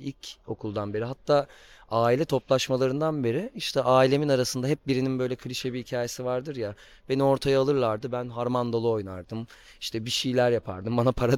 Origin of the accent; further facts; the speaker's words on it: Istanbul, Turkey; ben İstanbul Fatih'te doğdum, büyüdüm. Hem böyle muhafazakar hem çok illegal bir yerdi ve çocukluğum da sokakta geçti açıkçası.